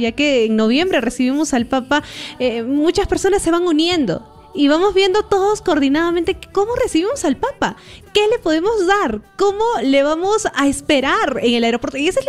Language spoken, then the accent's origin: Spanish; Peru; nos una más como peruanos